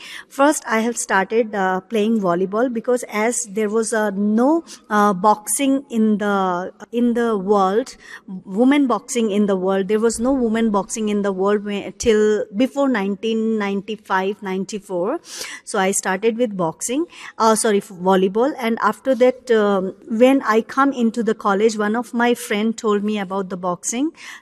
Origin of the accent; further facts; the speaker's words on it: New Delhi, Delhi, India; English is a second language; So myself … my native is Delhi. And I belongs to a Punjabi community. So my parents came into Delhi before 1947. And so we settled down in Delhi only. So I did my schooling and college from Delhi only.